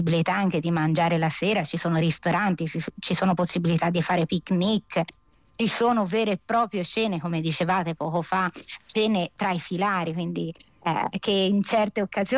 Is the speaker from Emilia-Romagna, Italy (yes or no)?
no; Tuscany, Italy; accent: Tuscan; Che io sono toscana, lo sentite